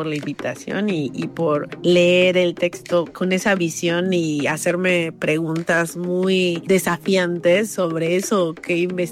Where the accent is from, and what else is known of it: Colombia; now in Mexico